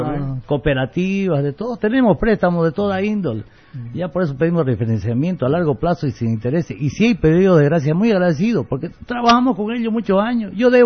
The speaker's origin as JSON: {"language": "Spanish", "country": "Bolivia", "said": "somos parte de Bolivia, somos comerciantes"}